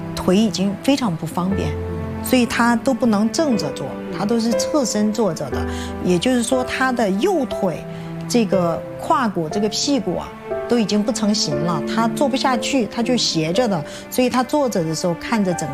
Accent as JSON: {"language": "Chinese", "town": "Zunyi", "region": "Guizhou", "country": "China", "said": "作为我们遵义人来讲，我们肯定是很自豪和光荣。"}